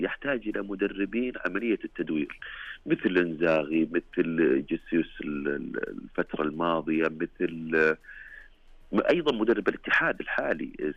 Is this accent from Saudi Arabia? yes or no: yes; Saudi Arabia; احنا كسعوديين